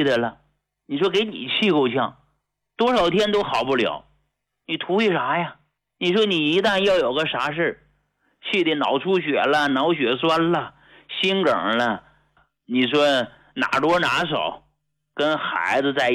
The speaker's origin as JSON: {"language": "Chinese", "region": "Northeast China", "country": "China", "tie": "born or raised there", "said": "那时候啊，每天晚上睡觉我挨着我母亲，小时候在东北睡那大炕啊，我挨着我母亲"}